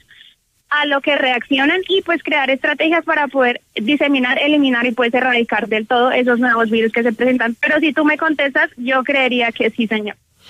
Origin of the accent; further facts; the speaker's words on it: Colombia; Lo que pasa es que nosotros como colombianos